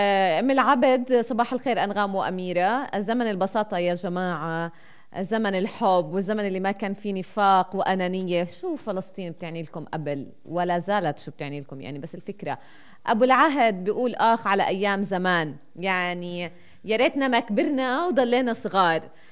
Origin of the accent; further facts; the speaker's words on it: Palestine; احنا من فلسطين